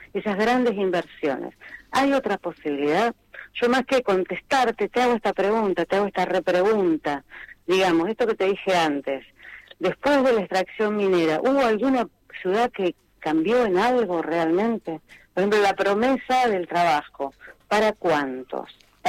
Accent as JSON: {"language": "Spanish", "town": "Chos Malal", "region": "Neuquén", "country": "Argentina", "said": "Te lo digo desde el corazón de la ciudad que estoy acá en el momento, yo soy de Chosmalá."}